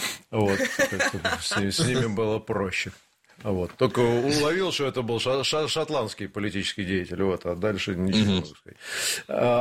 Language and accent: Russian; Moscow, Russia; А мы, москвичи, у нас сегодня водка, шашлык и песни под баян.